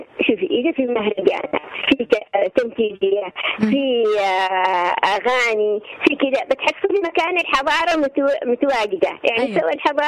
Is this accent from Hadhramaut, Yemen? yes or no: no; Aden, Yemen; accent: Adeni; اللهجة العدنية أو اليمنية بشكل عام يعني افتهملي يعني لهجتنا إحنا يعني يمكن إحنا يقول لك يعني يمكن كلامنا في عدن أغلبيته من القرآن بشكل عقيم. إحنا ننطق الجيم ننطق القاف